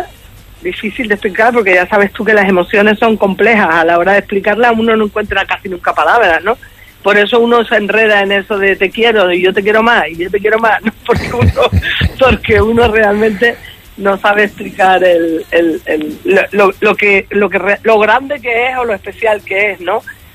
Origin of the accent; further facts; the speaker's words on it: Arrecife, Canary Islands, Spain; Es un proyecto que ya está, además, que ya nació en mi tierra, que ya nació en Arrecife